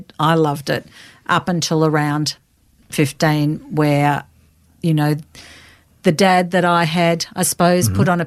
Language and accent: English; Melbourne, Victoria, Australia; I was born in Melbourne. In Blackburn, actually. That's where I've lived.